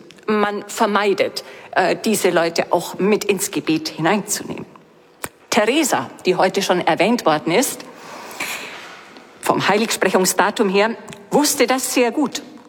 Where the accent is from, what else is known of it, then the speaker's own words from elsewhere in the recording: Bavaria, Germany; born there; moved away; als gebürtige Diözesanin von Augsburg